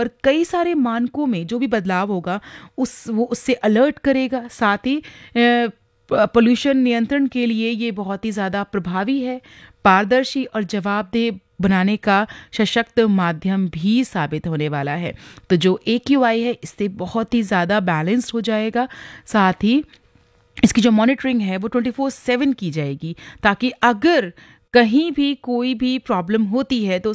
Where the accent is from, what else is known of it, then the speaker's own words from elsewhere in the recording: Delhi, India; Being a Delhi वाले हम हमेशा कोशिश करते हैं कि हमारा शहर हमेशा क्लीन रहे।